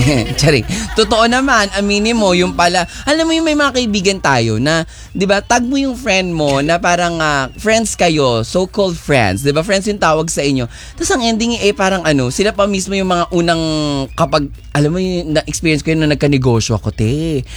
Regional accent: Pasay, Metro Manila, Philippines; Kasi taga-Pasay kami dati, oo.

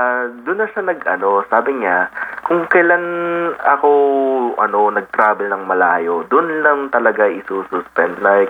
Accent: Quezon City, Metro Manila, Philippines; kahit taga QC ako, hindi naman ako nag-aral dito

